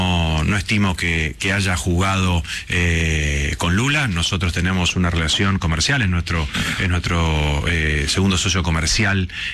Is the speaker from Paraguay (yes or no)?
no; Argentina; todos hemos visto como argentinos una campaña que se diseminó rápidamente, principalmente por redes sociales, anti-Argentina, ¿no?